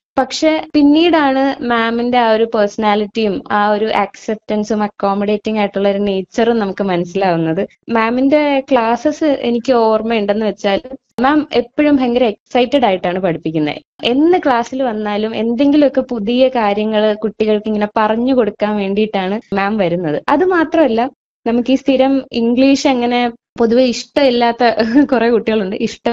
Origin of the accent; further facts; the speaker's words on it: Thiruvananthapuram, Kerala, India; ഞാൻ നേമം തിരുവനന്തപുരം സ്വദേശിയാണ്.